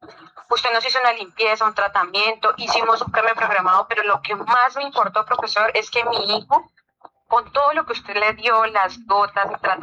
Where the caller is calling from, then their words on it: San Roque, Antioquia, Colombia; San Roque, Antioquia.